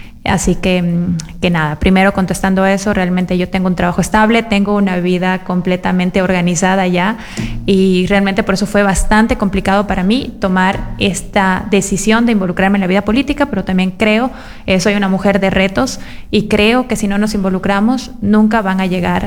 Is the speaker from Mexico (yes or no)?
no; Loja, Ecuador; Toda mi vida he vivido en la Catacochi Sucre, en el barrio Máximo Agustín Rodríguez. Es el precursor de la Posta de la Lojanidad.